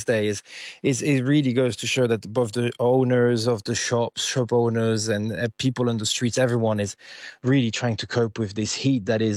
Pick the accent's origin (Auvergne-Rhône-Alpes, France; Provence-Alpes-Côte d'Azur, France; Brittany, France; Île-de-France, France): Provence-Alpes-Côte d'Azur, France; Nice; moved away; I'm in my hometown, I'm with my family, and that's where I grew up.